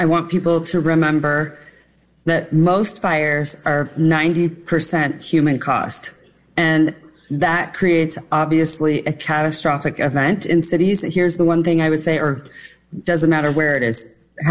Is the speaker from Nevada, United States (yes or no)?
yes; Reno, Nevada, United States; I was born and raised here in Reno